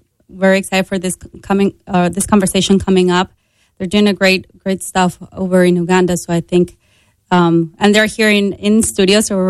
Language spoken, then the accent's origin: English; Monterrey, Nuevo León, Mexico; English is a second language; my hometown becomes our family destination now, because we go there to visit my parents and my family back in Monterrey. So that's our go-to vacation, going to Monterrey. It's a beautiful city with mountains, and it's the third largest city in Mexico.